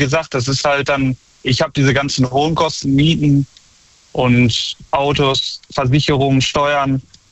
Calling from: Unna, North Rhine-Westphalia, Germany; Ich komme aus Unna, das ist bei Dortmund.

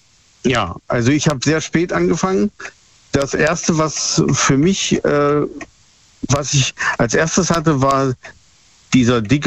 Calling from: East Germany, Germany; ich komme aus der ehemaligen DDR

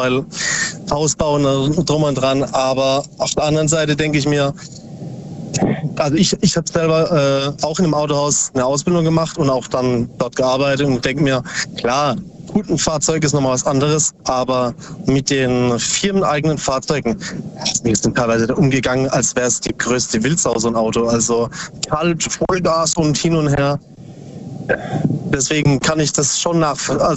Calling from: Ubstadt-Weiher, Baden-Württemberg, Germany; Ich komme aus Ubstadt-Weiher.

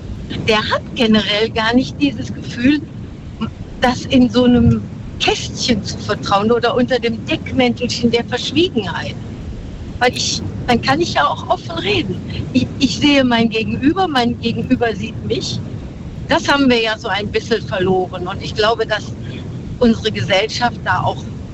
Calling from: North Rhine-Westphalia, Germany; In der Nähe von Köln und ich komme aus Stuttgart gerade.

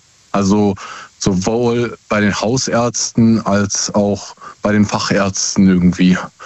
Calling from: Essen, North Rhine-Westphalia, Germany; Aus Essen.

